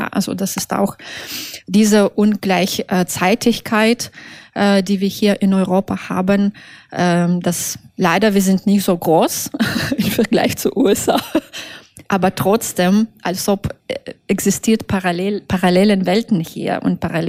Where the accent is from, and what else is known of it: Belarus; first language Russian; German is a second language